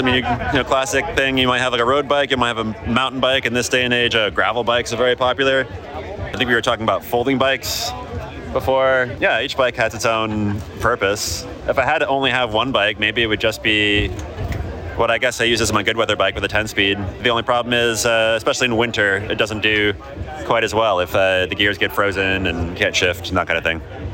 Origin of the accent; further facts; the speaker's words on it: Connecticut, United States; moved away as an adult; now in Brooklyn, New York, United States; I'm a Brooklynite. I've lived in Brooklyn since 2013. Grew up a little further out in Connecticut, past New Haven.